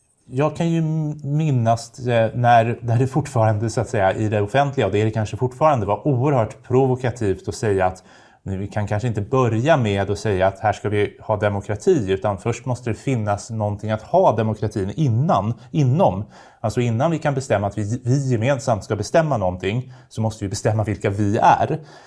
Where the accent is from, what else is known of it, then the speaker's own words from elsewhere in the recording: Sweden; vi att jag är svensk, det kommer alltid att trumfa över mina eventuella åsikter om ekonomi eller om skatte.